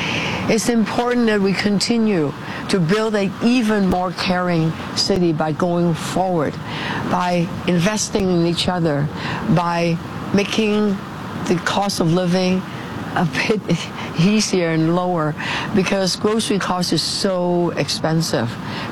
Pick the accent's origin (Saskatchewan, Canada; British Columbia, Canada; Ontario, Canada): Ontario, Canada; Toronto; I grew up in St. Jamestown.